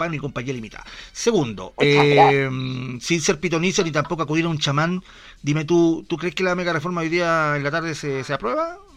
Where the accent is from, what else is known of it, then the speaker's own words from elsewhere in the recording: Santiago, Santiago Metropolitan Region, Chile; yo soy del Poniente.